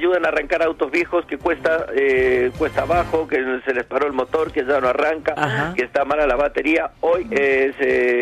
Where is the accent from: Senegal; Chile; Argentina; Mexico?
Mexico; como somos a los mexicanos, tan queribles y tan queridos en todo el mundo.